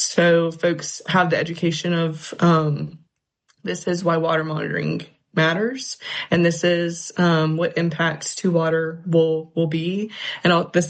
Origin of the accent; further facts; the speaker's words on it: Washington County, Virginia, United States; I'm from Washington County and was raised by folks that were, impacted by the legacy of coal and definitely grew up around the decline of coal within Southwest Virginia